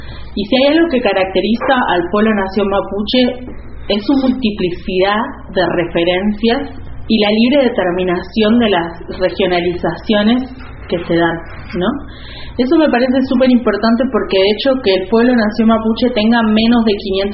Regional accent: Junín de los Andes, Neuquén, Argentina; en ese rinconcito en el que vivimos y en el que construimos, que es el Junín de los Andes, el lugar que nos vio crecer. Nosotros estamos ahora viviendo ahí cerquita, pero ese es el territorio en el que siempre nos movemos, que queda al sur de la provincia de Neuquén

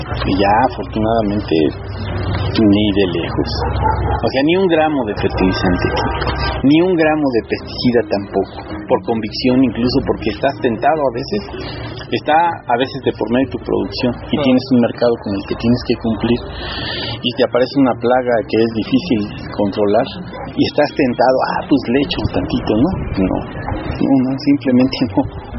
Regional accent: San Nicolás Totolapan, Mexico City, Mexico; soy originario de San Nicolás Totolapan.

